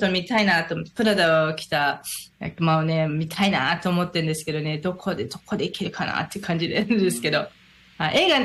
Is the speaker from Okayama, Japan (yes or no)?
no; Saitama, Japan; 私も埼玉100%ですので、